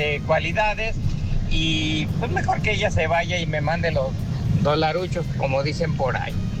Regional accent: Mexico; porque a veces irnos a otro país como mexicanos, sí la hacemos

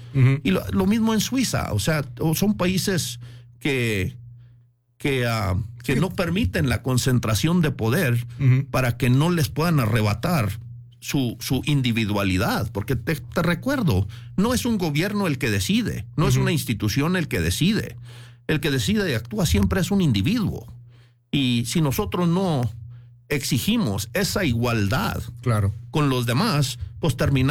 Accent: Chihuahua, Mexico; born there

